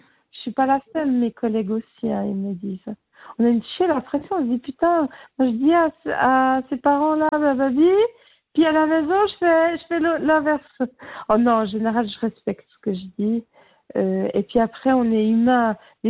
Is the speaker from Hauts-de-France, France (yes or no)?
no; Normandy, France; je suis normande.